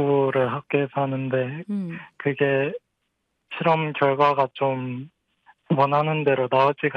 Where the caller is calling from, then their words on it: Gimhae, South Gyeongsang, South Korea; 저는 경상남도 김해시에 살고 있는 고등학교 1학년